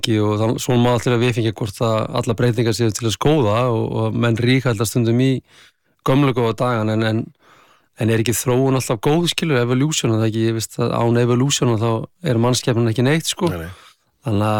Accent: Akranes, Western Region, Iceland; Það var bara geggjað, sko. Það er lítil bær þá, hann er stækka ört núna, hvað hann var örgulega 5.000 manns þegar við vorum upp á okkar besta

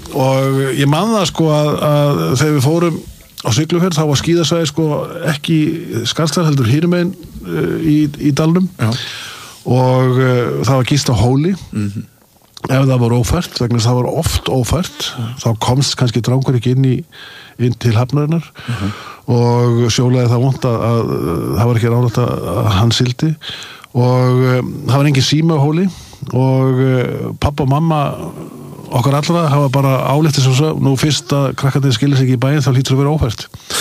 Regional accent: Akureyri, Northeast Region, Iceland; En sko að alast upp á Akureyri á þessum tíma í öllum þessum snjóalögum var alveg gríðalegt ævintýri.

